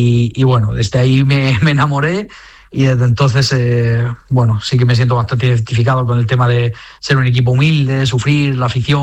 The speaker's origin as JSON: {"language": "Spanish", "town": "El Ejido", "region": "Andalusia", "country": "Spain", "tie": "born or raised there", "said": "yo he vivido siempre en el Ejido toda mi vida, desde los 4 años. Nací en Granada y desde los 4 años estoy viviendo en el Ejido."}